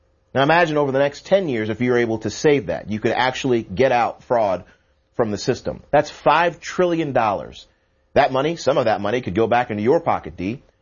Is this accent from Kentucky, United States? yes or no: yes; Kentucky, United States; I'm from Kentucky. My wife is from eastern Kentucky. Appalachia is the area.